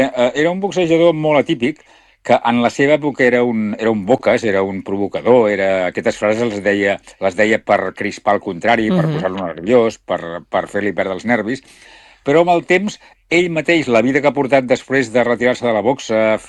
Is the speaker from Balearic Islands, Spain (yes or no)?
no; Reus, Catalonia, Spain; born there; quan jo era petit, a Reus hi havia, i de fet a molts llocs de Catalunya passava, hi havia matinals de boxa els caps de setmana, i amb mon pare hi anàvem